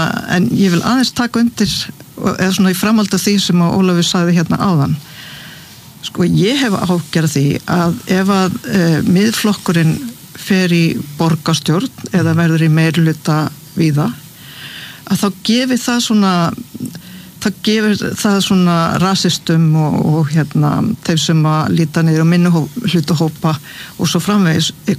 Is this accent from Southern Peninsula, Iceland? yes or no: yes; Suðurnesjabær, Southern Peninsula, Iceland; að samfylkingin vann sigur í Suðurnesjabæ, mínum heimabæ fengu 34%